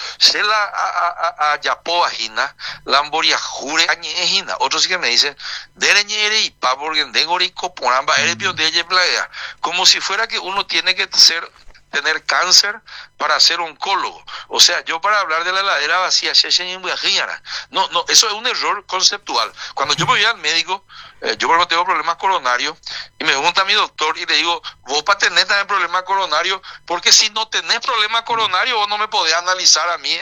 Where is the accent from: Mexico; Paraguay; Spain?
Paraguay; yo soy pedido petizón, paraguayo, moreno, como todos los paraguayos.